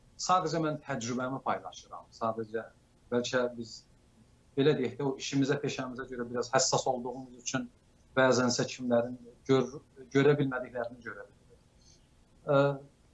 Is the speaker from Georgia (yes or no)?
no; Qoşasay, Iran; moved away as an adult; also born or lived in Urmia / Tehran; now in Baku, Azerbaijan; Mən 20 yaşımda Qoşasaydan köçdüm. Urmiyaya, sonra oradan köçdüm Tehrana, bir neçə il orada yaşadım, oradan köçdüm, gəldim Bakıya.